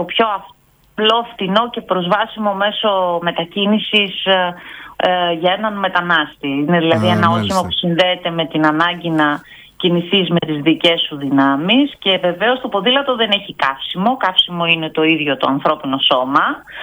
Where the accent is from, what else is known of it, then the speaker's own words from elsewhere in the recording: Veria, Central Macedonia, Greece; Εγώ κατάγομαι από τη Βέρεια.